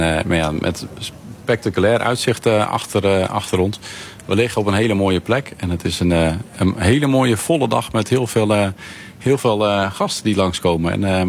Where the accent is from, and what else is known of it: Friesland, Netherlands